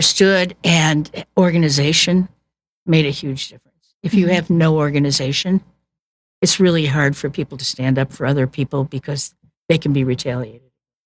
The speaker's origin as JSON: {"language": "English", "town": "Chicago", "region": "Illinois", "country": "United States", "lives_now": "Kansas City, United States", "said": "I was originally from Chicago."}